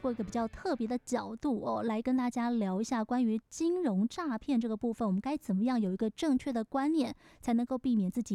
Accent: Taiwan

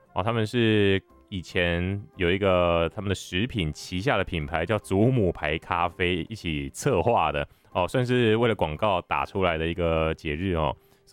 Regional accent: Taiwan; 为了要唤起我们台湾人呢更加重视家庭世代的这个关系

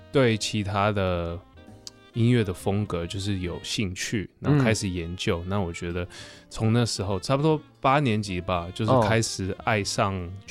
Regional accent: Taipei, Taiwan; moved away as an adult; also born or lived in Amsterdam, Netherlands / New York, United States; 我在台北出生，在仁爱医院出生。

